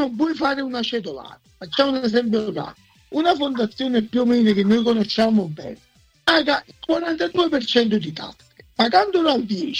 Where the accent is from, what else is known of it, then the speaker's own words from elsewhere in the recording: Portici, Campania, Italy; mi ricordavo un tavolo tondo che avevo quando ero piccolo, che abitavamo a Portici.